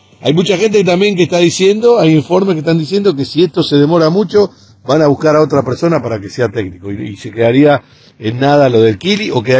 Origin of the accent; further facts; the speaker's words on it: Argentina; now in Miami, United States; Ojalá que, bueno, como argentino lo digo y como hincha del Inter, que sea Messi, ¿no?